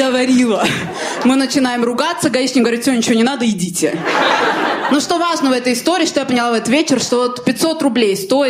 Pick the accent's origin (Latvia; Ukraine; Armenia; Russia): Armenia